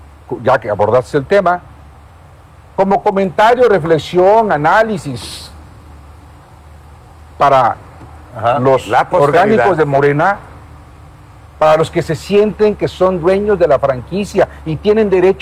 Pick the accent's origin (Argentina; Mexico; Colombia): Mexico; Tlalixtaquilla, Guerrero; Los dos únicos senadores de la República que ha aportado la región de la montaña somos de Tlalistaquilla.